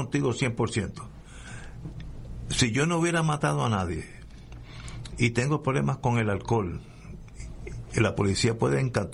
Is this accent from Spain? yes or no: no; Puerto Rico; Como yo conozco mi pueblo de Puerto Rico